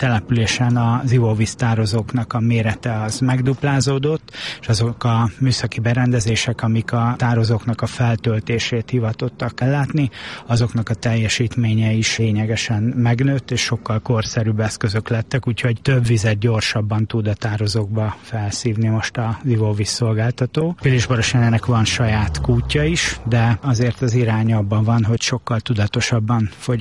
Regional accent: Budapest, Hungary; Igen, én óbudai vagyok.

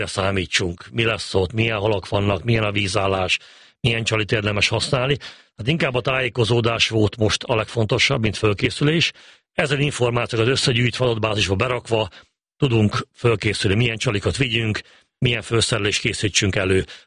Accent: Csongrád-Csanád, Hungary; Egy faluban nőttem föl, Makó mellett, ahol a Maros folyó is folyik, és van egy kis tó.

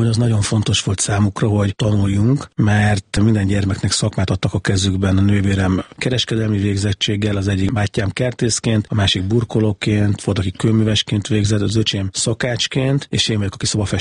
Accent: Budapest, Hungary; born there; Én, amire visszaemlékszem, hogy én már Budapesten születtem, 5. a 7 gyermekből

